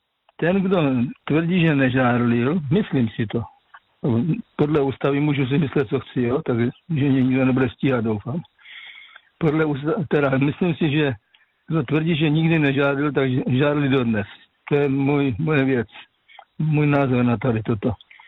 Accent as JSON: {"language": "Czech", "region": "Moravian Slovakia", "country": "Czechia", "lives_now": "Kopřivnice, Czechia", "said": "já pocházím z Moravského Slovácka, to jsem říkal několikrát"}